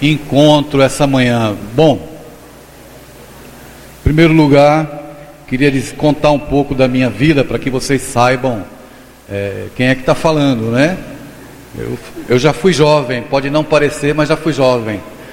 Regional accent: Guarujá, São Paulo, Brazil; lá da minha cidade, no Guarujá, no litoral. Uma cidade linda, vocês estão convidados a conhecer, porque tem praias belíssimas lá, né? Muita praia no Guarujá, ali do lado de Santos.

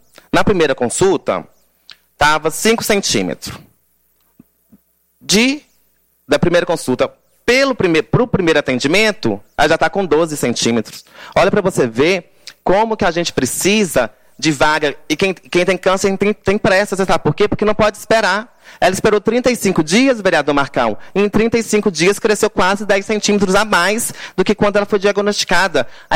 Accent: Brazil; Mas eu sou nascido e criado em Silvestre há mais de 32 anos. Fiz 33, né? Então tem 32 anos que eu moro em Silvestre.

